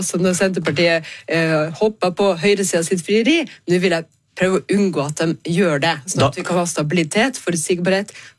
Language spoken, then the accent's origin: Norwegian; Finnmark, Norway; Jeg er fra Finnmark, jeg skjønner det her.